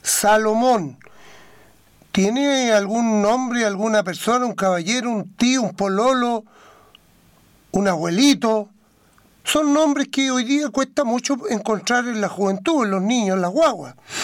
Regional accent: Chile; Nosotros que somos chilenos

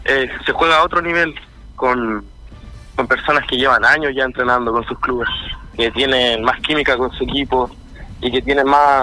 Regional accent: Chillán, Ñuble, Chile; Yo soy aquí de Chillán, ya terminé la enseñanza media el año pasado, salí del cuarto medio. Tengo 18 años

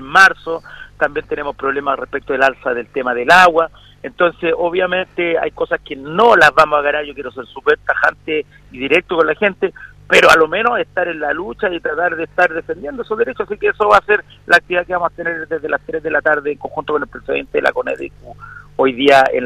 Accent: Calle Larga, Valparaíso, Chile; yo soy de Calle Larga, de los Andes

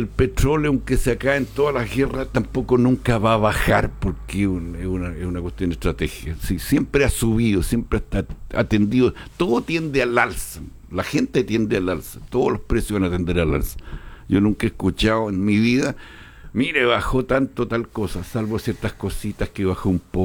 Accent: Chile; Yo soy chileno, y soy originario chileno

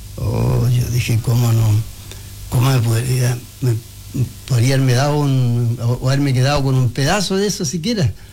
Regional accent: Los Sauces, Araucanía, Chile; yo nací en Los Sauces, esa es mi tierra natal

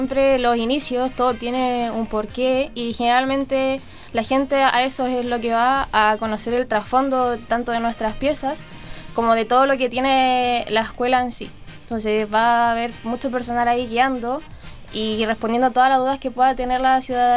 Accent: Linares, Maule, Chile; ¿Quién es de Linares? Nosotros dos somos de Linares.

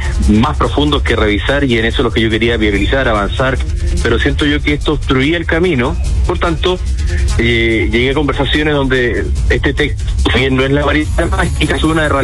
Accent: Magallanes, Chile; yo estoy cansado, uno como chileno, pero además como magallánico, con el manoseo que se ha dado este Magallanes.

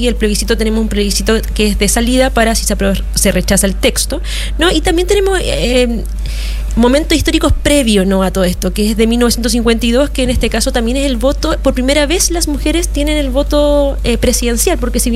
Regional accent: Chile; porque somos chilenas

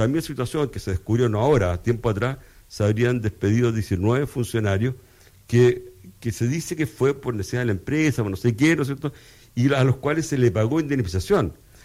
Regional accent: Chile; todos los chilenos somos socios de Codelco

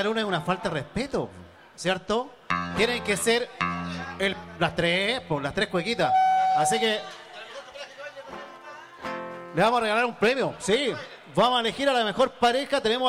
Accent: Colombia; No baila cueca, po. Es que somos colombianos.

